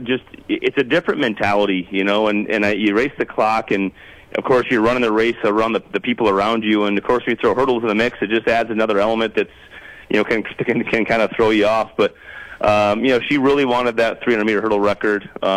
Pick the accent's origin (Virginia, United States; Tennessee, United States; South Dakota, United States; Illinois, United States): South Dakota, United States; growing up in South Dakota